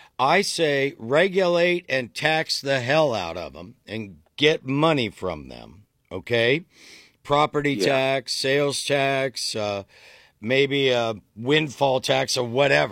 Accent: Ohio, United States; You know, growing up in Mayberry, RFD, Tuscarawas County, we were always raising money for sports.

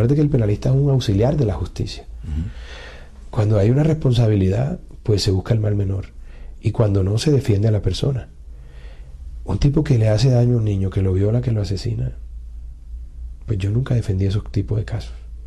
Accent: Montería, Córdoba, Colombia; Porque yo nací aquí. Porque soy un tipo supremamente caribe. Porque me hice en Colombia. Mis amores, mi afecto, mi historia está aquí. Y soy más colombiano que cualquier otra cosa.

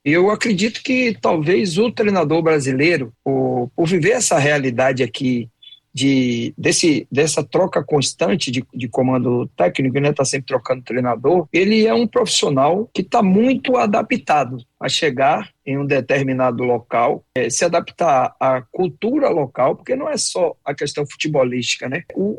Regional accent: Salvador, Bahia, Brazil; nesse momento eu estou em Salvador, né? Que é a minha cidade natal, é a minha base, né? Quando eu estou sem clube, sem trabalhar, geralmente eu fico em Salvador, próximo aqui à minha família.

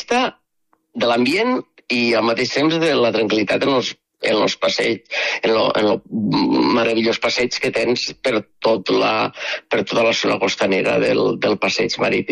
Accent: Alcanar, Catalonia, Spain; La gent que som, jo sóc d'Alfanar, però sempre hem viscut les festes de les cases.

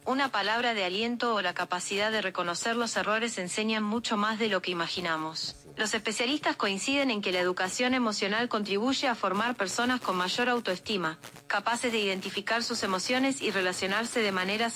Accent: Argentina; now in Mexico; la argentina más mexicana.

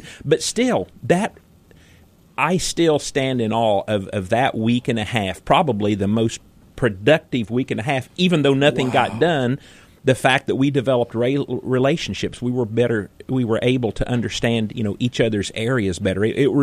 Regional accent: Louisville, Illinois, United States; now in Xenia, United States; Louisville. Louisville is my hometown. Xenia is my address. We're right between the two, so very, very rural area.

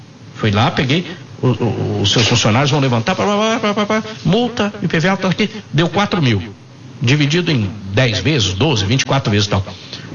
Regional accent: Minas Gerais, Brazil; now in São Paulo, Brazil; eu falo carta porque eu sou mineiro. Mineiro fala carta de motorista, né? Aqui no estado de São Paulo eles falam CNH

